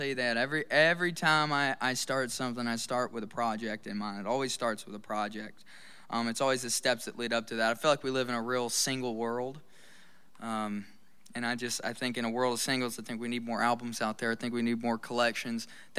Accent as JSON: {"language": "English", "town": "Pell City", "region": "Alabama", "country": "United States", "tie": "born or raised there", "moved": "as an adult", "lives_now": "Los Angeles, United States", "said": "I love Pell City, Alabama. It's my hometown, and that's where I got my life started."}